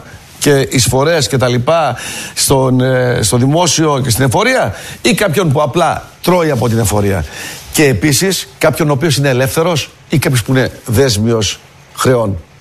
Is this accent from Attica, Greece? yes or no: no; Eastern Macedonia and Thrace, Greece; Να μην το πω στην Τουρκική, γιατί είμαστε από Θράκη, ξέρω και λίγα.